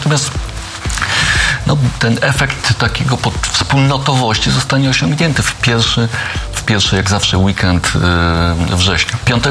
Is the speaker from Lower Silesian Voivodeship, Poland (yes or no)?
no; Kraków, Lesser Poland, Poland